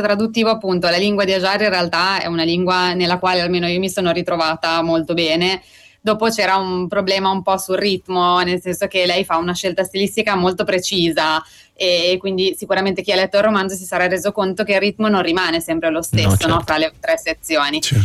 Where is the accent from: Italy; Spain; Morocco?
Morocco; la regione da cui io vengo, io sono nata e cresciuta in Marocco